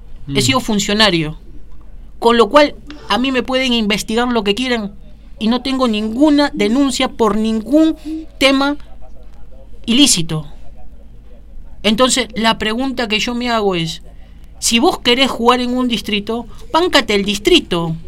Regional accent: Argentina; Pero a mí me avala el hecho de que soy ciudadano argentino no estoy procesado.

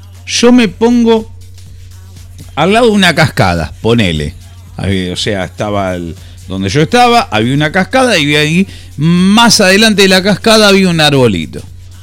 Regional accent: General Rodríguez, Buenos Aires Province, Argentina; soy de General Rodríguez. Ah, mirá vos. Sí, allá por Luján

